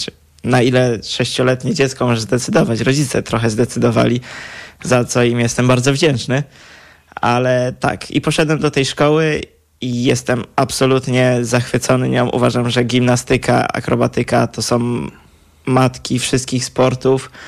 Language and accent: Polish; Poznań, Greater Poland Voivodeship, Poland; jestem z Poznania.